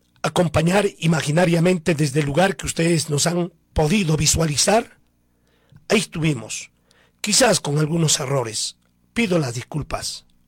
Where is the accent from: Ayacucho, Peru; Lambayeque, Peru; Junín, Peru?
Ayacucho, Peru; Coracora; nuestro pueblo de Coracora